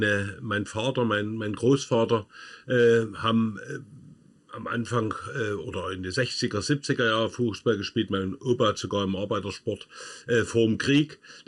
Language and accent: German; Dresden, Saxony, Germany; Also ich bin gebürtiger Dresdner, bin 68 in Dresden geboren.